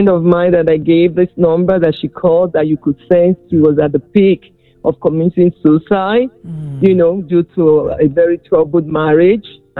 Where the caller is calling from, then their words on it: Champlin, Minnesota, United States; I'm calling from Champlain, Minnesota.